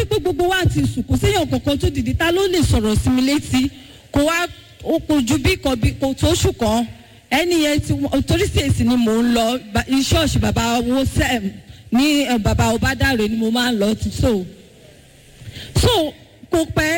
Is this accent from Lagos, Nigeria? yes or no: yes; Lagos, Nigeria; Ni mo ma wa lati Eko ni mo ti wa